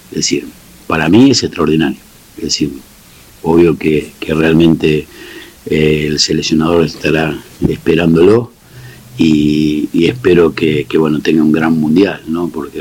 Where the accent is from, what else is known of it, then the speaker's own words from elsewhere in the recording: Villa María, Córdoba, Argentina; born there; moved away; yo soy de Villa María, nacimos en el mismo pueblo